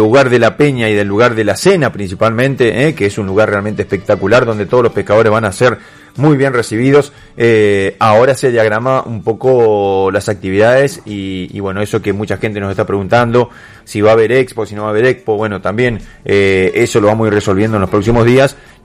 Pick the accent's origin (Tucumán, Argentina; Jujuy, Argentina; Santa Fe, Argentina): Santa Fe, Argentina